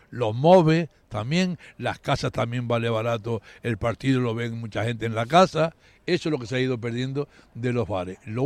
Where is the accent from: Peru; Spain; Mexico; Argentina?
Spain; Canary Islands; Yo como canario y español quiero que gane España